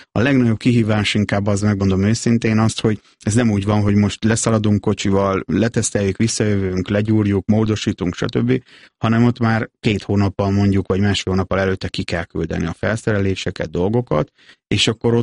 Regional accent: Nyíregyháza, Szabolcs-Szatmár-Bereg, Hungary; nyíregyháziként Tiszalökre sokat jártunk ki

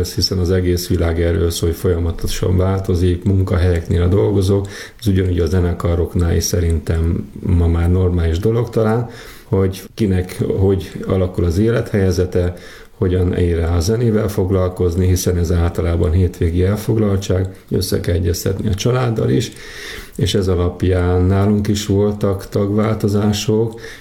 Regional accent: Tarján, Komárom-Esztergom, Hungary; amiben mi régen felnőttünk Tarjánban

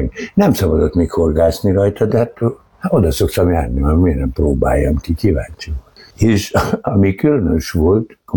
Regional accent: Tatabánya, Komárom-Esztergom, Hungary; born there; Igen, ott születtem. De valójában nem tatabányaiak vagyunk

